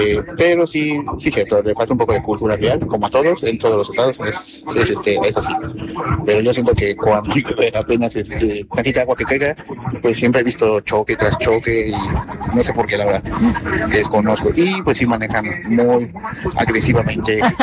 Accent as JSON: {"language": "Spanish", "region": "State of Mexico", "country": "Mexico", "said": "Pues sí, yo también soy foráneo, vengo del Estado de México."}